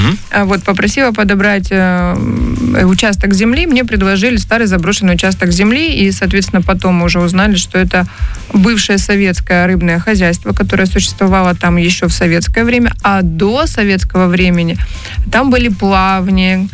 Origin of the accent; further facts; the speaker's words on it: Krasnodar Krai, Russia; я как потомственная казачка хочу открыть глубинку Кубани.